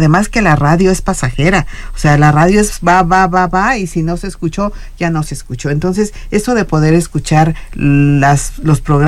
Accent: Querétaro, Mexico; Soy queretana 100%, entonces amo esta tierra.

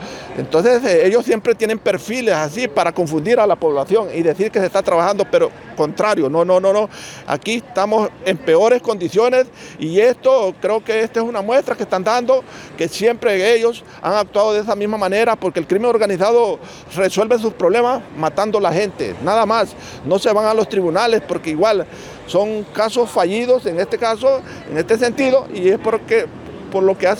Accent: Honduras; aquí como hondureños

